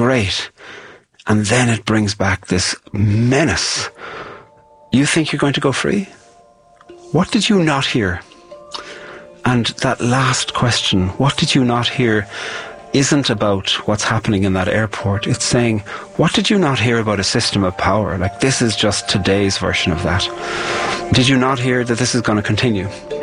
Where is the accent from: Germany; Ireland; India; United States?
Ireland; I'm a poet from Ireland